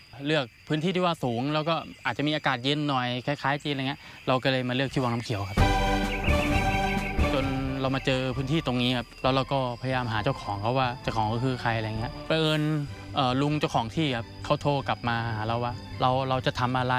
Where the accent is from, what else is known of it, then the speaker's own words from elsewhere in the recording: Rayong, Thailand; moved away as an adult; now in Wang Nam Khiao, Thailand; จริงๆผมเป็นคนระยองครับอำเภอแกง